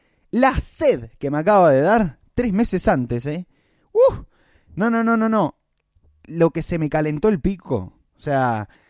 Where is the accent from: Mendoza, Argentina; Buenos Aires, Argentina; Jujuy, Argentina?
Mendoza, Argentina; como mendocino, te lo digo